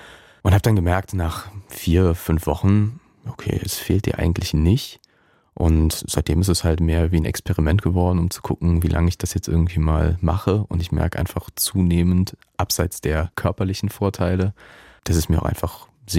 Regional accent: North Rhine-Westphalia, Germany; Ich bin sehr, sehr verwurzelt in Düren, beziehungsweise in meinem Heimatdorf.

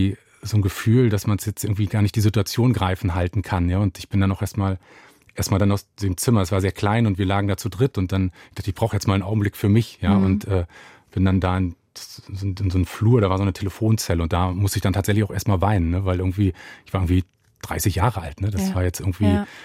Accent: Mecklenburg-Vorpommern, Germany; born there; now in Brandenburg an der Havel, Germany

